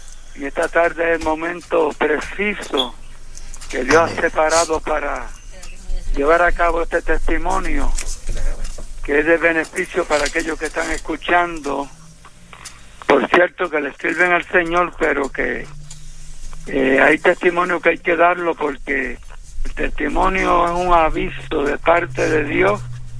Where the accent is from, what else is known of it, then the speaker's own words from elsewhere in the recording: Bayamón, Puerto Rico; moved away; also born or lived in Connecticut; cuando llegamos a la isla de Puerto Rico, yo soy natural de Bayamón, Puerto Rico